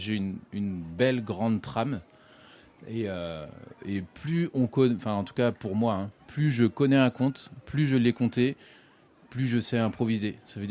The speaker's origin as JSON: {"language": "French", "region": "Brittany", "country": "France", "tie": "born or raised there", "said": "J'ai grandi en Bretagne"}